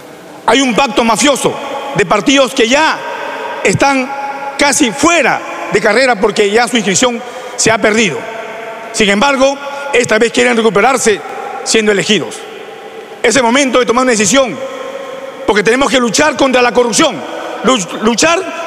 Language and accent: Spanish; Peru; Juntos por el Perú es un partido que representa al Perú profundo, a la gente de los cerros de donde yo vengo.